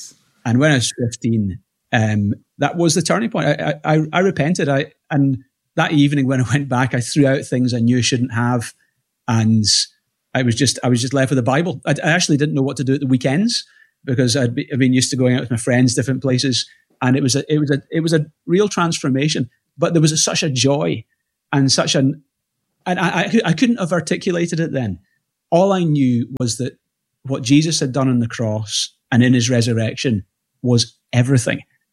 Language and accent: English; Glasgow, Scotland, United Kingdom; Yeah, so I was born 1975 in Glasgow. I'm 50 now, and grew up, taken to church as a kid.